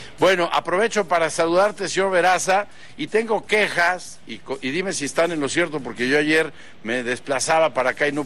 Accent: Mexico; los mexicanos nos acordemos que somos mexicanos

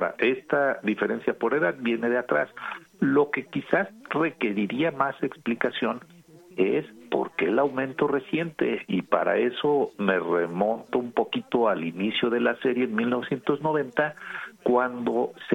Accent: Mexico

